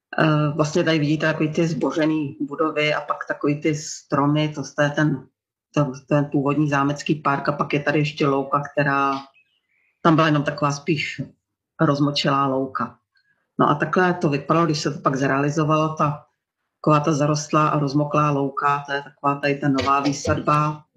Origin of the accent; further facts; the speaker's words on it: Prague, Czechia; moved away; rodilý Pražák se odstal na vesnici a stal se kolejákem.